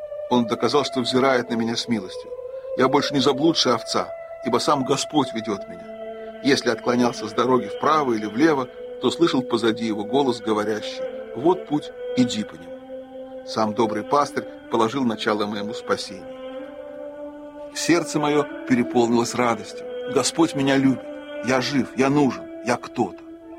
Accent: Norway; Монах из Греции, я из Норвегии.

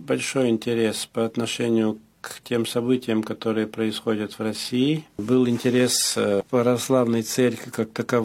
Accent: France; also born or lived in Moscow, Russia / Athens, Greece; Я родился во Франции и всегда там жил, за исключением 3 лет, которые я проживал в Москве

